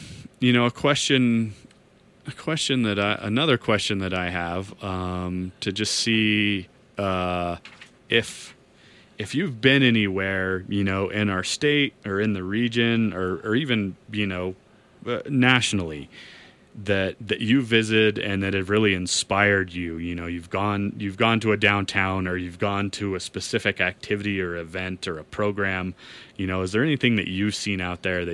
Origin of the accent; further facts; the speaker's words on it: New Mexico, United States; as a Northerner in New Mexico